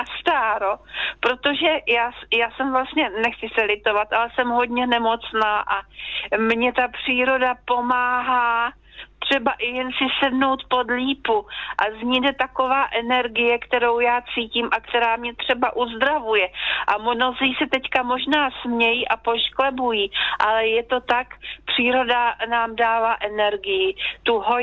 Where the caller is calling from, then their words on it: Trutnov, Hradec Králové Region, Czechia; ale i u nás v Trutnově, protože tady nejvíce dnů, co bylo, tak bylo tak 19 až 22 stupňů a dneska máme těch 10.